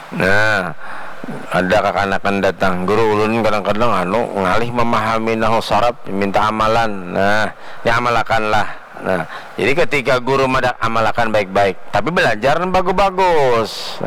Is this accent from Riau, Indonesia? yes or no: no; South Kalimantan, Indonesia; Ini apa aja kami Banjar tuh tanah bangkang-bangkang, Pak.